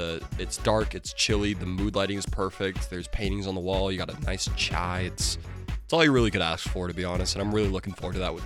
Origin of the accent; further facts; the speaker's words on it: Denver, Colorado, United States; now in Fort Collins, United States; It is a small town. I grew up in Denver.